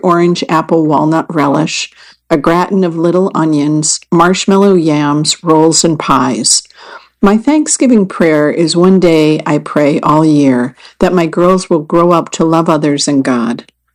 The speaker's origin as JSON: {"language": "English", "region": "Washington, D.C. area", "country": "United States", "tie": "born or raised there", "said": "I grew up outside Washington, D.C., not far from where I live in Virginia."}